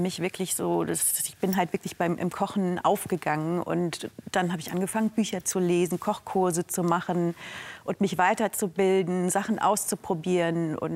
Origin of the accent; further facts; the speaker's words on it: Essen, North Rhine-Westphalia, Germany; moved away as an adult; also born or lived in Singapore / Düsseldorf; now in London, United Kingdom; Da bin ich in Essen aufgewachsen, Grundschule, Gymnasium. Und nach dem Gymnasium bin ich dann nach Düsseldorf gezogen und habe da dann Medizin studiert. Und nach dem Studium bin ich direkt nach London